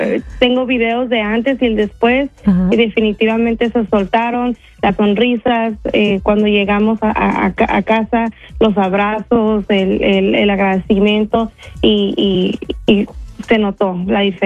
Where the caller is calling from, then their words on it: Chula Vista, California, United States; nosotros somos de San Diego, Chulavista, somos de la parroquia Most Precious Blood Church